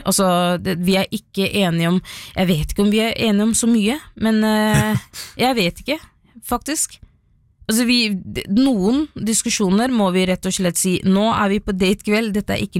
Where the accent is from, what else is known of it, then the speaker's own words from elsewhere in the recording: Somalia; now in Norway; Jeg kan ikke gå i kort bukse eller skjørt på Grønland når folk vet at jeg er somalier.